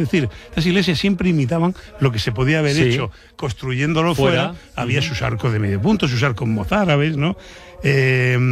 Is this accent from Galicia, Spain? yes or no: no; Region of Murcia, Spain; Es que no hablo catalán valenciano y encima soy de Murcia, que me como las S, ¿no?